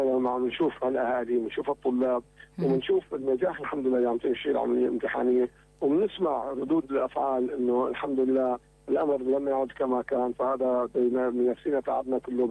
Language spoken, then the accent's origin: Arabic; Syria; بلدنا سوريا